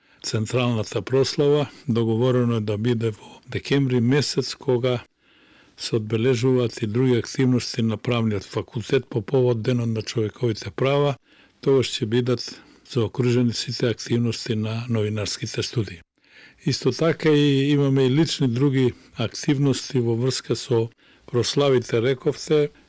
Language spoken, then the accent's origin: Macedonian; Smilevo, Pelagonia, North Macedonia; Смилево е моето родно место, каде што ги поминав најубавите детски ученички моменти.